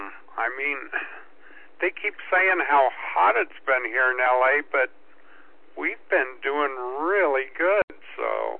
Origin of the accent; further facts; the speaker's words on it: California, United States; I've been in California since 1950 when I was three